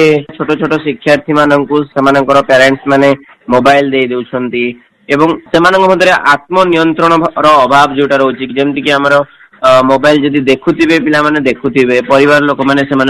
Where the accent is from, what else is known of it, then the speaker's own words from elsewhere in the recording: Berhampur, Odisha, India; ମୁଁ ବରହମପୁର ନିବାସୀ ଅଟେ।